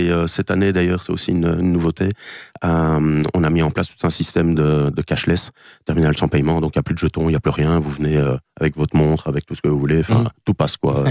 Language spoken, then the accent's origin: French; Namur, Wallonia, Belgium; Parce qu'on est namurois